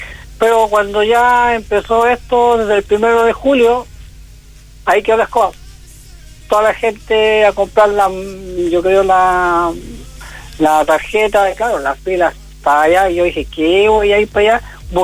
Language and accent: Spanish; Chile; y como somos los chilenos, va a quedar la escoba.